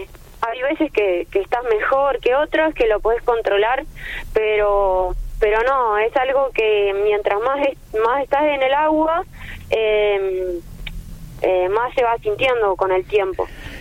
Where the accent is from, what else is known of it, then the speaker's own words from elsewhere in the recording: General Roca, Río Negro, Argentina; Yo soy de Río Negro, de General Roca